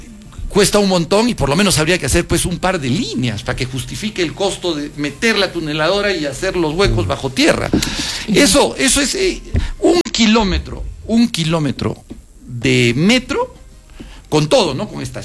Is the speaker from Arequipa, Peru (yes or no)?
yes; Arequipa, Peru; yo lo hago por Arequipa. Yo lo hago por mi tierra